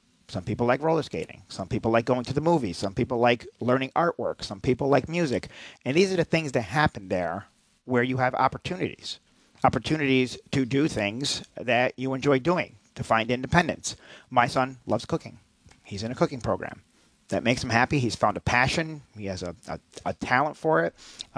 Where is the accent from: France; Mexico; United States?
United States; Rotterdam, New York; just opened up a new day hab right in my hometown of Rotterdam.